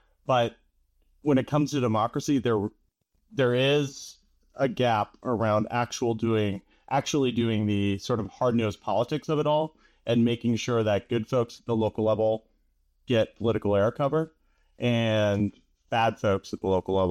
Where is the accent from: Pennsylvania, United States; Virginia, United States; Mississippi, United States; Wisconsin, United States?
Wisconsin, United States; In my home state of Wisconsin